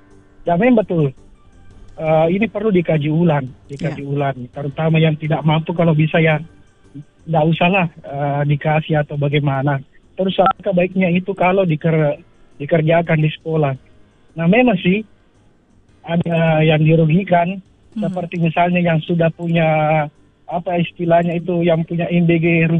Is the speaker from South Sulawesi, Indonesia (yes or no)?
yes; Sidrap, South Sulawesi, Indonesia; now in Makassar, Indonesia; Iya, saya dari Makassar, Bu. Tepatnya sih, saya orang dari Sidrap, Sidenderap